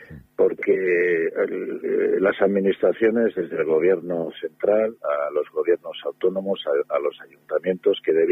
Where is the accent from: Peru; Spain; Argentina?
Spain; Ya sabemos que, como somos los españoles, a la hora de protestar parece que todo va formidablemente bien